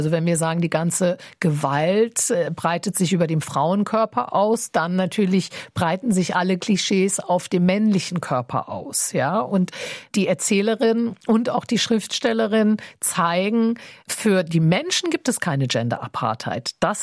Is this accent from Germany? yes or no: no; Iran; now in France; die ich als Iranerin immer in einer, sage ich mal, nordwestlichen Gesellschaft empfunden habe. Auch sicherlich ein Grund, warum ich nach Frankreich gezogen bin.